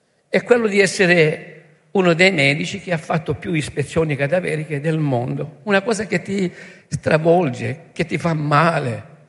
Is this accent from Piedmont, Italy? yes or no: no; Lampedusa, Sicily, Italy; io, sapete, vengo da Lampedusa, lo ha detto Matteo, sono un medico